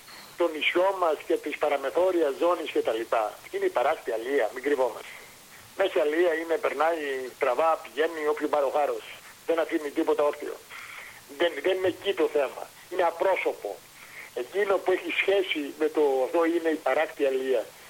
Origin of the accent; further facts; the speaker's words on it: Greece; Έχω την αίσθηση σαν Έλληνας